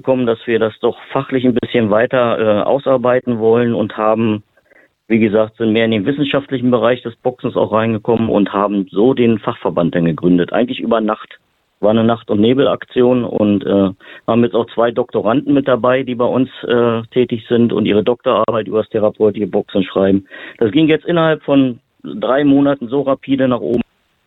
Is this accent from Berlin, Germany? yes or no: yes; Berlin, Germany; Ich komme aus Berlin, in 5 Jahren mit Kinderkarate angefangen